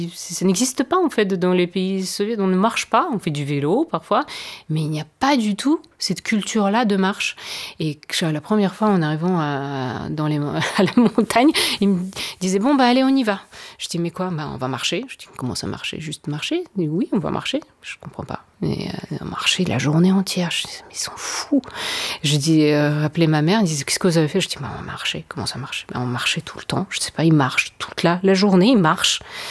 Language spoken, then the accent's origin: French; Ukraine; moved away; Donc je suis partie de l'Union soviétique et je suis revenue en Ukraine.